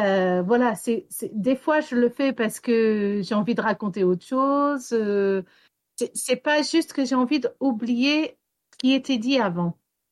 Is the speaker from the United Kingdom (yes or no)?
yes; Wales, United Kingdom; first language English; French is a second language; now in Brittany, France; Le français, en fait, c'est ma langue maternelle parce que c'est ma mère qui me parlait français. Mais ma mère m'a élevée au Pays de Galles. Et c'est pour ça que ce n'est pas ma langue maternelle parce qu'en fait, c'est l'anglais qui a pris le dessus sur le français.